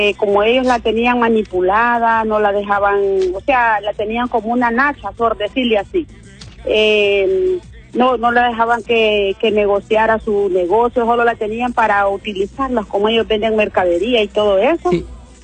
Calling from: Honduras; de aquí de Gracia.

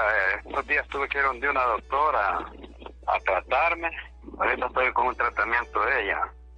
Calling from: Honduras; yo soy de Llorito

